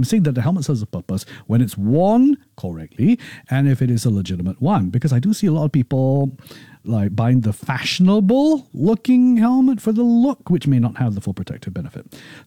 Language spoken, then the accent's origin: English; Singapore; Gentlemen, if you, like me, born and raised in Singapore, multi-generations, you all went through army